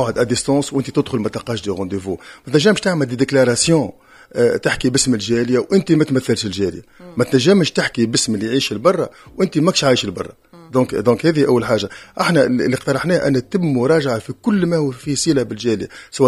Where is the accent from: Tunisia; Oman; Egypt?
Tunisia; also born or lived in France; احنا سوم دي فرانكو تونيزيان